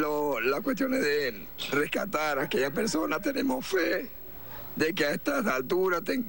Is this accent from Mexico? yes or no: no; Valera, Trujillo, Venezuela; now in San Diego de Cabrutica, Venezuela; Yo soy, bueno, prácticamente soy oriundo de Valera, estado Trujillo, pero en estos momentos me encuentro viviendo en La Antena. Sector La Antena, San Diego de Cabrutica, estado Anzoátegui.